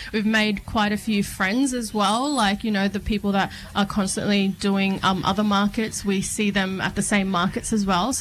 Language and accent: English; Cairns, Queensland, Australia; now in Brisbane, Australia; I grew up in Cairns, up in North Queensland. I live here now in Brisbane. But my mob is Jitterbal, Cookie LNG, Oompala and Birriggubba. So you could say that I'm as North Queensland as you can get.